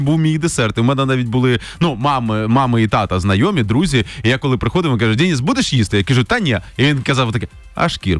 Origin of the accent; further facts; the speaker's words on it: Kherson, Kherson Oblast, Ukraine; moved away; родом з Херсону, ну, з Херсонщини, потім в Херсоні до якийсь час.